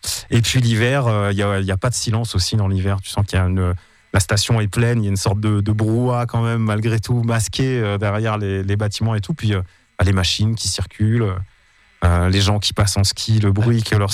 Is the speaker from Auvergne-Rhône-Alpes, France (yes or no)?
yes; Val d'Isère, Auvergne-Rhône-Alpes, France; born or raised there